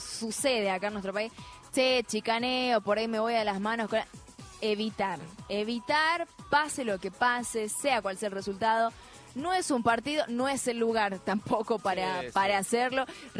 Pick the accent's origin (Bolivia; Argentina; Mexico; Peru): Argentina; Uno como argentino lo vive también desde otra manera